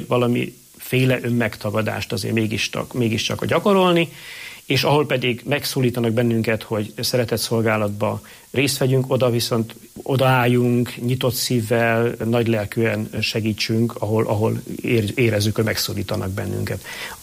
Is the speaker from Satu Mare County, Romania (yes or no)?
yes; Satu Mare County, Romania; moved away; Romániában születtem, Erdélybe, Szatmár vidékén